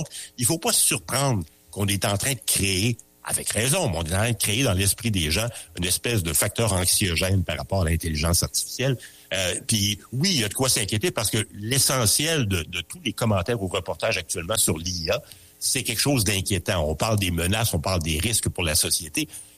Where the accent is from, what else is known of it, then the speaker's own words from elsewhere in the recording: Quebec, Canada; quand tu prends les grands thèmes dans l'actualité chez nous au Québec